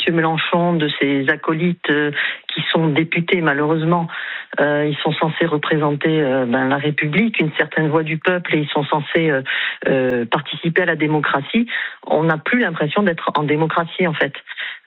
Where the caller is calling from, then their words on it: Corsica, France; j'ai 59 ans et je vous appelle de Corse, à côté d'Ajaccio.